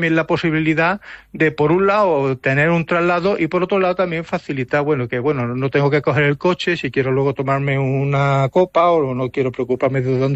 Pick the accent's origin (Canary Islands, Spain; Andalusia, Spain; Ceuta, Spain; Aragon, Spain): Andalusia, Spain; Archidona; a la gente de Archidona, a nosotros, a los vecinos, pues cuando, sobre todo cuando hemos vivido fuera